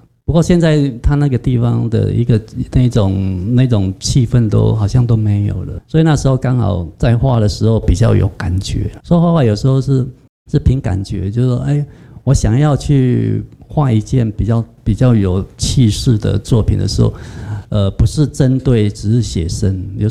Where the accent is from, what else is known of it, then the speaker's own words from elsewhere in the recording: Chiayi, Taiwan; also born or lived in Yunlin; now in Nantou, Taiwan; 我本身是嘉义人，我又有一段时间又在云林，那有时候到最后又跑了到南投这边